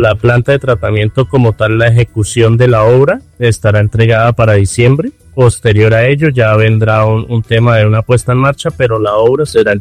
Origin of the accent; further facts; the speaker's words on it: Santander, Colombia; yo soy de Santander. Sí. Y era la verdad la primera experiencia en Antioquia